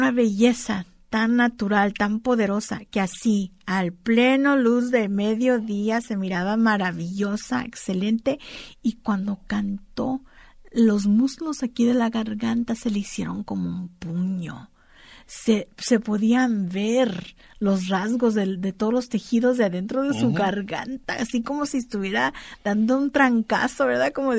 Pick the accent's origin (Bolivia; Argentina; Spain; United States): United States; California; born there; Muy diferente a esa identidad que tenemos nosotras como chicanas aquí en California, pero para mí es una hermana. Los tejanos son mis hermanos porque somos nacidos aquí.